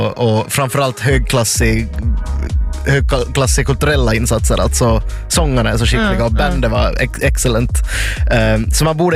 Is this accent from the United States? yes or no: no; Finland; man har ju undrat kanske som finlandssvensk som är i ett sånt mellanlandsläge på något vis.